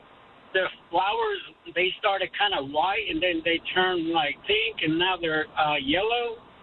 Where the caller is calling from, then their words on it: Buda, Texas, United States; I'm calling from Buda.